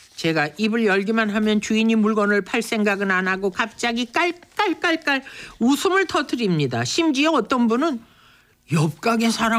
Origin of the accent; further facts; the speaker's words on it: Gyeongsang, South Korea; accent: Gyeongsang dialect; now in Seoul, South Korea; 억센 억양을 줄이고 경상도에서만 쓰는 단어들을 최대한 표준어로 대체하고